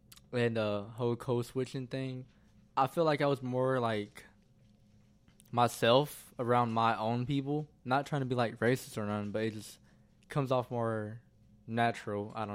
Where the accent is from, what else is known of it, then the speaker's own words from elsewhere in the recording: Forrest City, Arkansas, United States; I grew up in Forest City.